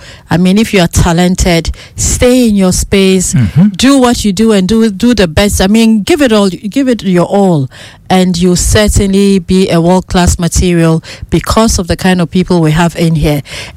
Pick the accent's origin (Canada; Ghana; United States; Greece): Ghana; And I was so proud as a Ghanaian, you know.